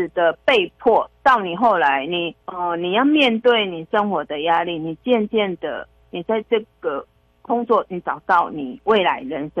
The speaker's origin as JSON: {"language": "Chinese", "region": "Kaohsiung", "country": "Taiwan", "tie": "born or raised there", "also_born_or_lived": "Yunlin", "said": "我是云林人，我从2岁就从云林搬到旧草衙。旧草衙你们可能没有概念，旧草衙已经渔港靠近渔港，那个高雄是渔港，过港隧道那里。"}